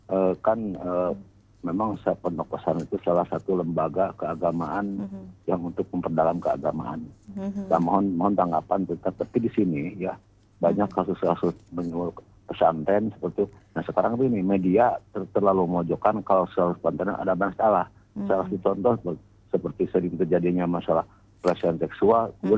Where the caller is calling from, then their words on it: Bandung, West Java, Indonesia; Ya, saya dari Bandung Timur ya.